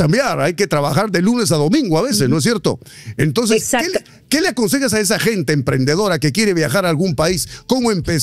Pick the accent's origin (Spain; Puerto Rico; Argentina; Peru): Peru; moved away; soy peruano